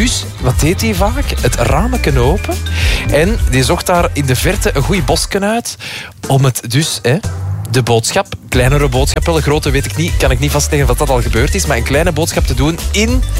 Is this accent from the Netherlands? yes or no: no; Antwerp, Flanders, Belgium; En ik kom ook een beetje uit Antwerpen, dus ik voel het wel wat.